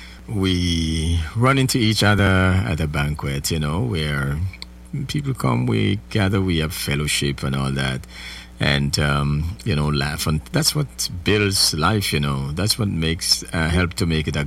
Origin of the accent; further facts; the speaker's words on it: Jamaica; now in United States; how many of us knew growing up in Jamaica, that's our native land, right, how many of us knew that we would be here in America